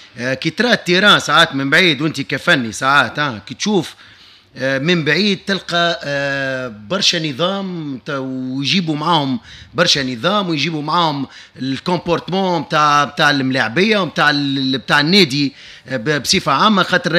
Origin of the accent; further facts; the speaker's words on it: Tunisia; انا تونسي نتاعنا انا